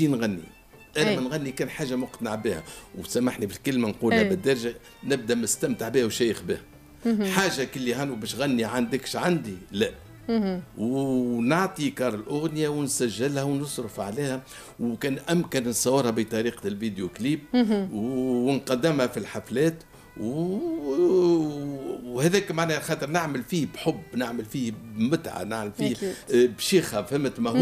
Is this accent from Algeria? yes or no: no; Tunisia; accent: Tunisian dialect